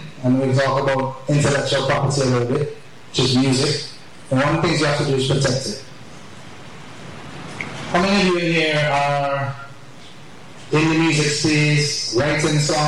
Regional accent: Calder, St. Vincent & Grenadines; I'm from a little village in St. Vincent and the Grenadines called Calder.

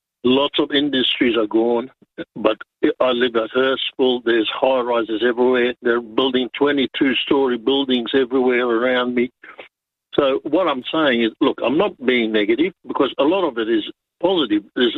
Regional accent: Malta; moved away; I came from Malta in 1967. We were glad to come out here. 10 people came out here on a boat, the Achille Lauro.

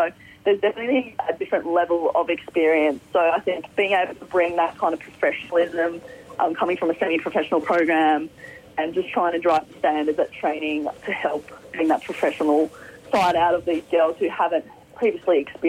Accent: Australia; I've been able to come home and play footy in my home state.

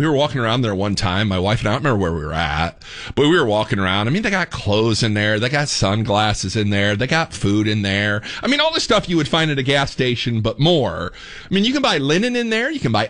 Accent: Fort Wayne, Indiana, United States; moved away as an adult; now in Dallas-Fort Worth, United States; when the wife and I moved down here, we didn't know anything about DFW. I mean, we're from Fort Wayne, Indiana.

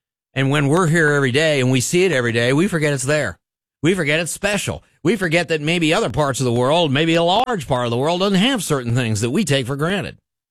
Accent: United States; born there; I consider myself, I'm very proud, consider myself extremely fortunate to have been born in this country.

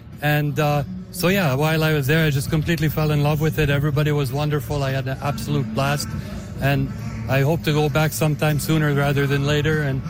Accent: Vancouver, British Columbia, Canada; born there; I was born in Vancouver, but my parents came out from Hungary in 1975.

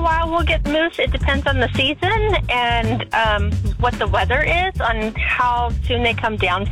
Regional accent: Illinois, United States; also born or lived in Germany; now in Alaska, United States; I grew up in Southern Illinois, and the humidity is awful.

